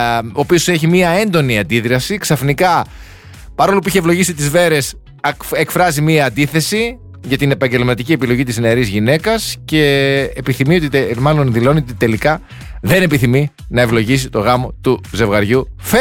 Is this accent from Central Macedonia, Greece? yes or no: yes; Thessaloniki, Central Macedonia, Greece; born there; Θεσσαλονίκη, εκεί στην πατρίδα μου, τη γενέτειρά μου